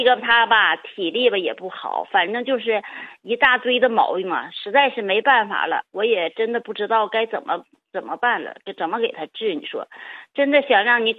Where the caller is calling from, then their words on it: Jilin, China; 我是吉林市的。